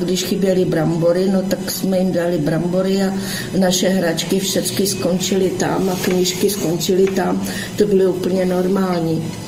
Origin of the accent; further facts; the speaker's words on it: Šumperk, Olomouc Region, Czechia; born there; also born or lived in Hanušovice; takže jsme potom se odstěhovali do Šumperka